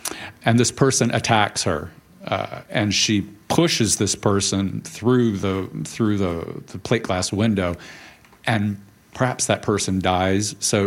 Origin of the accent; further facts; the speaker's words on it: California, United States; just came back yesterday from California, Southern California, where I grew up, and I was there at my hometown attending the opening of a time capsule